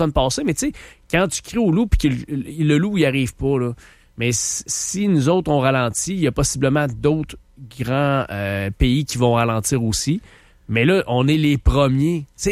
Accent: Canada; J'ai été fier vraiment d'être Canadien là, pendant longtemps.

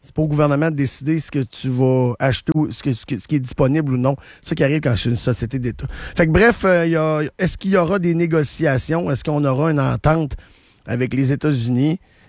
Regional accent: Canada; en tant que Canadien

